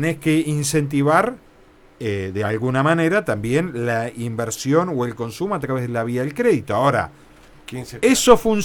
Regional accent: Argentina; Me paro como el tema, como argentino.

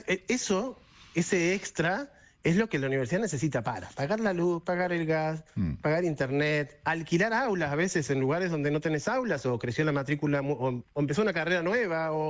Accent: Allen, Río Negro, Argentina; now in Plottier, Argentina; Yo actualmente vivo en Plotier, pero soy de Allen, en realidad.

